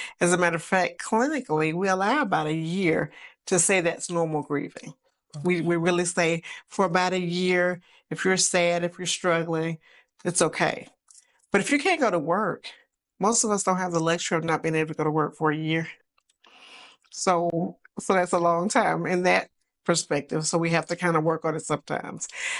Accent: New Orleans, Louisiana, United States; moved away; that's why New Orleans is my baby. Like, I'm always going to put NOLA first, you know, because that's my hometown.

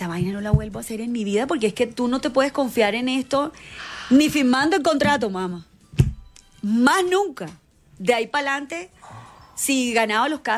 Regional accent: Cartagena, Bolívar, Colombia; moved away as an adult; now in Bogotá, Colombia; yo me vengo de Cartagena a los 18 años a estudiar artes escénicas.

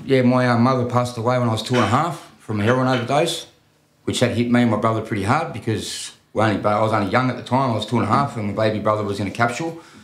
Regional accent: Redfern, New South Wales, Australia; I'm from Redfern, Yorra and Gadigal, man.

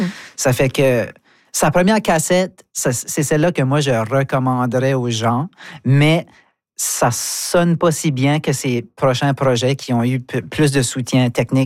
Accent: Memramcook, New Brunswick, Canada; Écoute, moi, je viens de Mimron Cook. Puis, Mimron Cook, déjà, est un lieu assez spécial avec ses gens, puis ses bonnes vieilles coutumes.

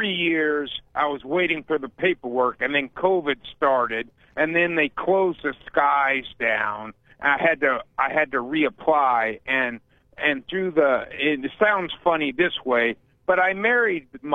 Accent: United States; No, I'm American. I'm sponsoring a foreigner.

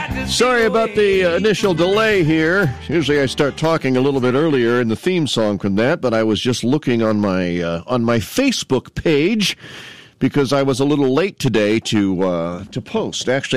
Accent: Canton, Georgia, United States; He is the mayor of my hometown, Canton.

